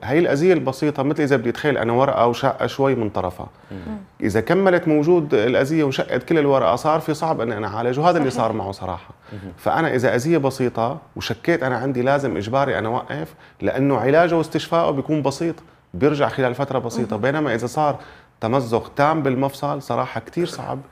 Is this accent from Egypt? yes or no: no; Syria; عندنا بسوريا